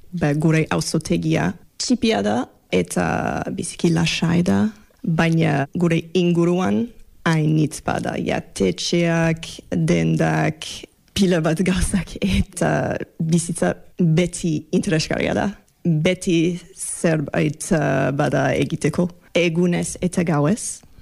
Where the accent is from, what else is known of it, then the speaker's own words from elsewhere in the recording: Toronto, Ontario, Canada; Basque is a second language; moved away as an adult; now in Bayonne, France; Toronton sortu nintzen, Toronto, Kanadako hiri handiena da, handia da. 3 milioi biztanle badira